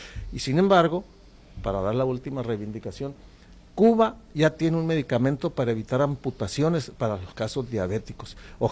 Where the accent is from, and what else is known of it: Mexico